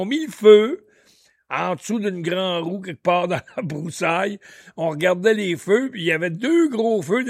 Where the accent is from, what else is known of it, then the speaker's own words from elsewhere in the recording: Quebec, Canada; chez nous, au Québec, à Montréal